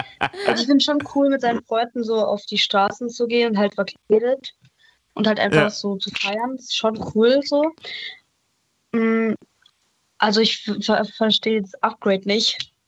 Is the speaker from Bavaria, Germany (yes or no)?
no; Baden-Württemberg, Germany; Also, ich komme ursprünglich aus Baden-Württemberg.